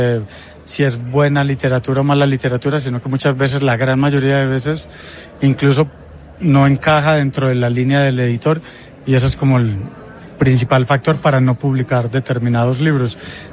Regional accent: Antioquia, Colombia; moved away as an adult; now in Spain; yo soy muy paisa

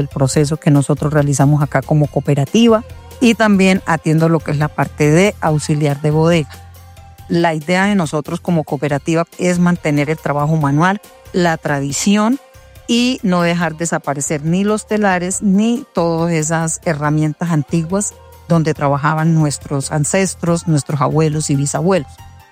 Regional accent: Curití, Santander, Colombia; soy del municipio de Curití

